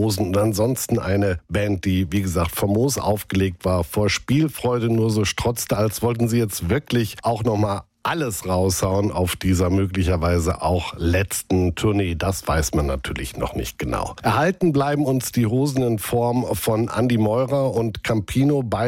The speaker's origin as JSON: {"language": "German", "region": "North Rhine-Westphalia", "country": "Germany", "said": "Wir sind ja beide aus NRW."}